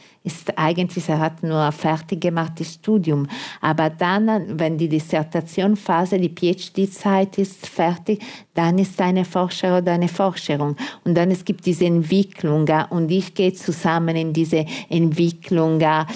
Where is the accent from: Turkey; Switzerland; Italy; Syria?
Italy; German is a second language; moved away as an adult; now in Austria; für mich als Italiener